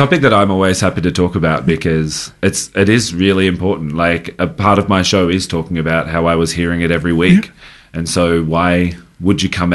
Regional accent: Victoria, Australia; I grew up in the Mallee

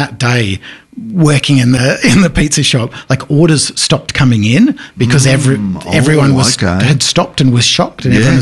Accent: Tasmania, Australia; I mean, that's a kind of great question for me right now, actually, because I'm from Tasmania originally.

